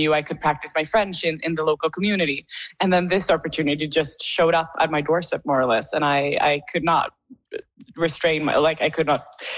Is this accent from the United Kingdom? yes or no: no; Sweden; first language Swedish; English is a second language; since English isn't my first language is Swedish.